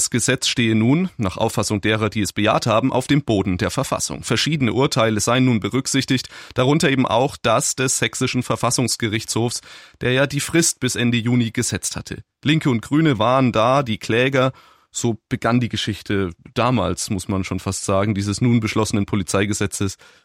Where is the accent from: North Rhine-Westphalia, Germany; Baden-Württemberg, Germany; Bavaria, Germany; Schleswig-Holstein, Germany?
Bavaria, Germany; Ich bin da als gebürtiger Franke ja eher beim Bier.